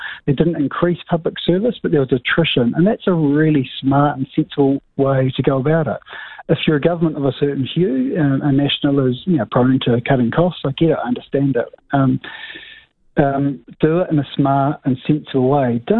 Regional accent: Southland, New Zealand; born there; now in Wellington, New Zealand; I'm not born in Wellington. I was born in Southland.

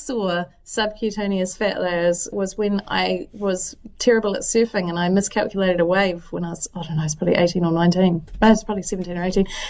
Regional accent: Southland, New Zealand; I'm from Southland and therefore not a vegetarian.

